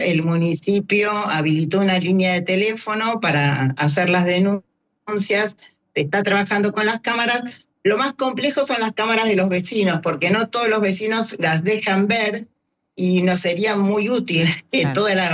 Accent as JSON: {"language": "Spanish", "town": "Vicente López", "region": "Buenos Aires Province", "country": "Argentina", "moved": "yes", "lives_now": "Bolívar, Argentina", "said": "Yo originalmente soy de Buenos Aires, de Vicente López."}